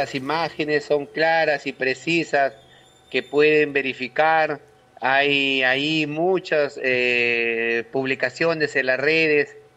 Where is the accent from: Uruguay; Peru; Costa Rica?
Peru; Íllimo, Lambayeque; mi pueblo de Íllimo con sus caseríos